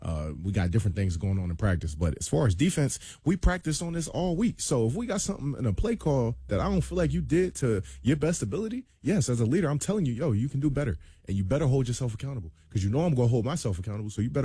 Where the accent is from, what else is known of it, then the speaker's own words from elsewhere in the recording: Smyrna, Delaware, United States; So I'm from Smyrna, Delaware.